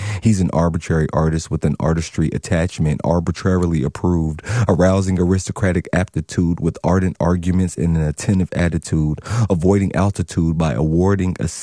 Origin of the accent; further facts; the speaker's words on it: Louisville, Kentucky, United States; I tell them, well … I'm from Louisville, Kentucky.